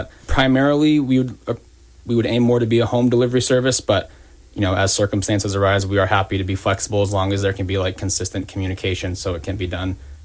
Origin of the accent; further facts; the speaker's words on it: Dixfield, Maine, United States; So I grew up in Dixfield, Maine, so I'm pretty familiar with the rural aspect of things.